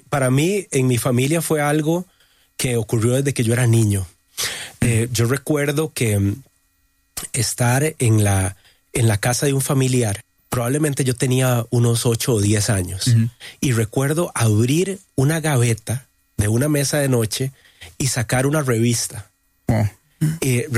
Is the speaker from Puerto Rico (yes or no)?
no; Costa Rica; Y después también, bueno, yo crecí en Costa Rica, en una familia de hombres.